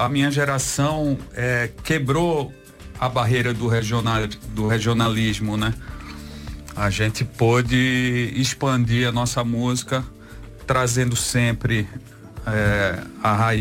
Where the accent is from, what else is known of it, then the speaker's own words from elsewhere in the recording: Pernambuco, Brazil; now in São Paulo, Brazil; Eu tive acesso muito cedo às festividades, não só do litoral onde eu nasci, mas adentrando o interior do estado de Pernambuco.